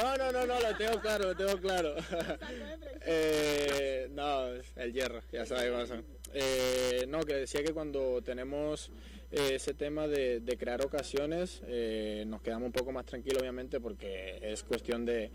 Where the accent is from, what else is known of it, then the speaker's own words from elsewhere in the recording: Colombia; moved away; sabemos cómo nos somos nosotros los colombianos